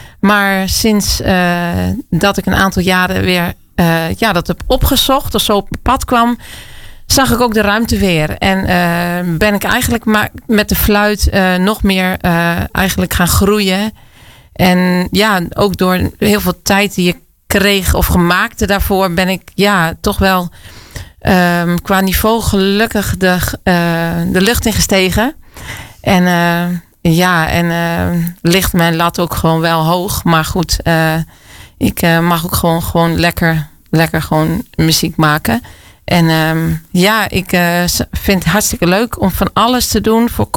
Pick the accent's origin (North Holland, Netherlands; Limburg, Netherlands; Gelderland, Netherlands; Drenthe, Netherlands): Gelderland, Netherlands; moved away as an adult; now in Friesland, Netherlands; ik kom van de Veluwe en ben opgegroeid daar